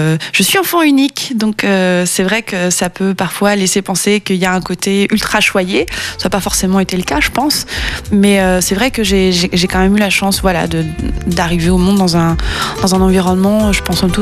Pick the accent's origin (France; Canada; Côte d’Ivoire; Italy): France; born there; Milieu social, bon, je suis née en France, milieu, je vais dire lambda.